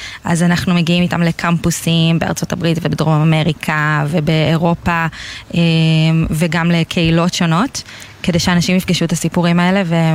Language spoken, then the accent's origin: Hebrew; Meitar, Southern District, Israel; now in Beersheba, Israel; אני, כן, אני אישית לא מהעוטף. אני גדלתי במיתר ואני היום בבאר שבע, אבל המשפחה שלי מקיבוץ מגן ומקיבוץ בארי, משיבולים וגיבולים.